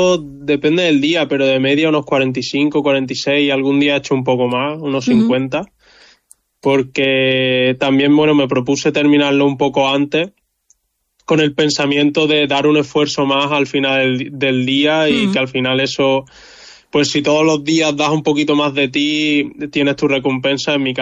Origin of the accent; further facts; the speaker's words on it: Teba, Andalusia, Spain; mi pueblo, a Teba, que me ha ayudado un montón